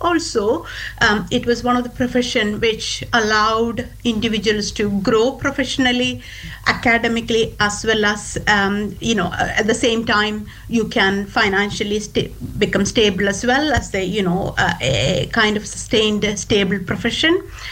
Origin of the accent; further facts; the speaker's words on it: Kerala, India; English is a second language; now in United States; So nursing back, because I'm from India, back home, my hometown is in South India, a state called Kerala.